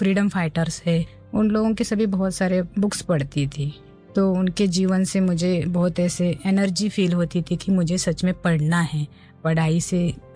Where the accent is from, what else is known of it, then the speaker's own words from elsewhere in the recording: Haliyal, Karnataka, India; now in Mount Abu, India; मैं ऐसे कर्नाटक से कारवार डिस्ट्रिक्ट में हलियाल करके आता है, वो भरे तालुका प्लेस है, लेकिन वहाँ का सारा वातावरण यानी 30-40 साल पहले एक गांव का ही था, तो गांव के वातावरण में ही हम पले बड़े हैं।